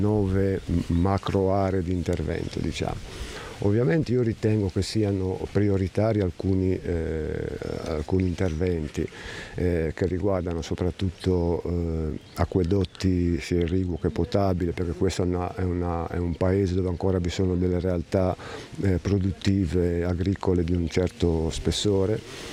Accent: Pietrabruna, Liguria, Italy; pur essendo legato in maniera viscerale a Pietrabruna, perché io sono cresciuto qui fino a dopo l'università, i miei genitori abitano ancora qua, i miei amici di infanzia abitano qua, quindi è il mio paese, voglio dire. Non mi sento altro che se non di Pietrabruna.

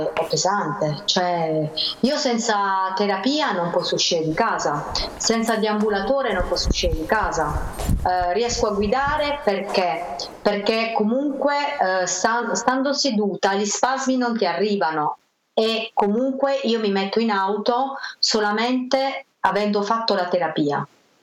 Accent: Apulia, Italy

